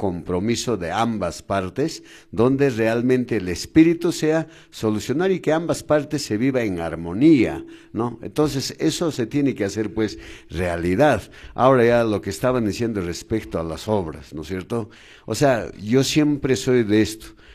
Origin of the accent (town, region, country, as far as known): Chumbivilcas, Cusco, Peru